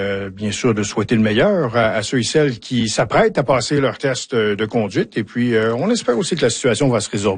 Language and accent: French; Quebec, Canada; Parce que, comme moi, je viens du Québec et, j'ai passé mon permis, ça fait longtemps de cela.